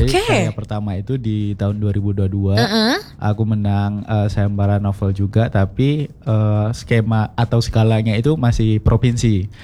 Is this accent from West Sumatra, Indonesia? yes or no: yes; West Sumatra, Indonesia; Itu sebagai apa ya, tanggung jawabku mungkin ya sebagai orang Minangkabau gitu. Jadi aku nulis dalam bahasa Minang gitu.